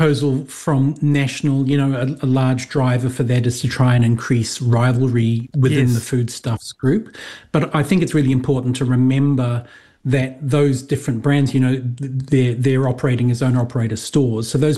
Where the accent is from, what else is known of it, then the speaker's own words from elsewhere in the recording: New Zealand; now in Adelaide, Australia; And just let me start defensively by pointing out I am a New Zealander.